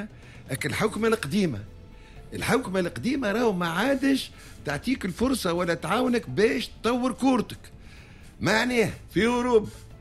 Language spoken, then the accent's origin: Arabic; Tunisia; انا مثلا تونسي